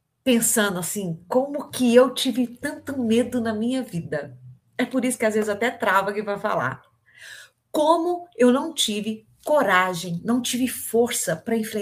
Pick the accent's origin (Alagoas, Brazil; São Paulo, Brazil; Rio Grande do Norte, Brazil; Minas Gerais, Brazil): Minas Gerais, Brazil; eu sou mineira